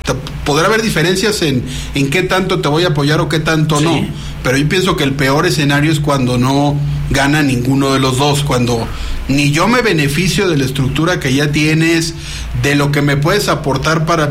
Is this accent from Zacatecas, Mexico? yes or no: yes; Zacatecas, Mexico; cuando nosotros éramos chicos, podías elegir, siendo zacatecano